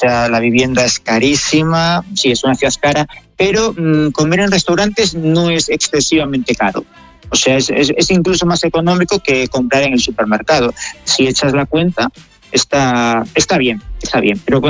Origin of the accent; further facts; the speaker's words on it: Spain; now in Seoul, South Korea; Ya me he acostumbrado a la vida de Seúl. O sea, mi pueblo está muy bien, adoro mi pueblo, pues, pero para visitarlo, ¿no? En vacaciones.